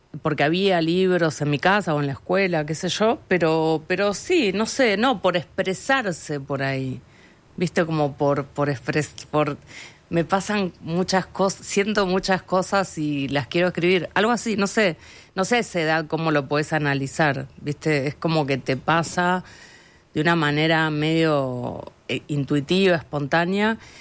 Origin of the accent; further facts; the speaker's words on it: Mendoza, Argentina; yo crecí en Mendoza